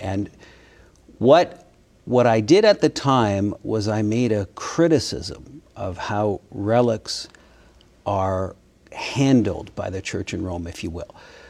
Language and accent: English; Kitchener, Ontario, Canada; born there; I was born in Kitchener, Ontario. Kitchener is a city just south of Toronto in Canada.